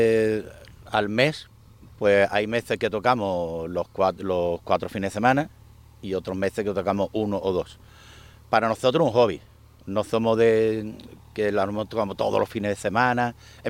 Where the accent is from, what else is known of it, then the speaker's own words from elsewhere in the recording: Puerto Real, Andalusia, Spain; No sé si conocéis de sitio, yo soy de Puerto Real y recomiendo que vayáis allá a Raíces también.